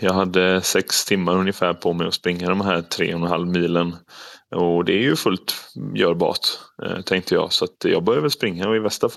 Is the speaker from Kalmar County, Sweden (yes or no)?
yes; Kalmar, Kalmar County, Sweden; now in Gothenburg, Sweden; jag är ju ursprungligen från Kalmar, så jag har familj här som jag passar på att träffa när jag ändå är hemma.